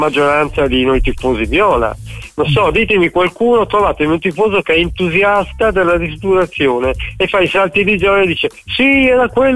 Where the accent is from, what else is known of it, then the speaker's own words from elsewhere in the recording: Florence, Tuscany, Italy; moved away; da fiorentino in eterna trasferta